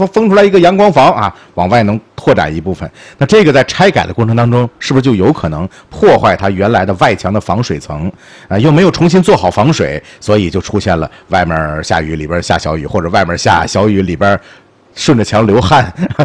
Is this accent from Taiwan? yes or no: no; Tianjin, China; accent: Tianjin dialect; 咱们天津话讲叫罗罗刚了